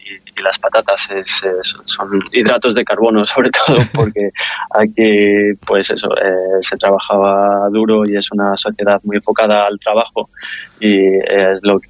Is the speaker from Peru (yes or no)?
no; Ávila, Castile and León, Spain; now in Netherlands; Bueno, y vuelvo muy a menudo a Ávila. Ávila siempre es siempre es ha sido y será mi casa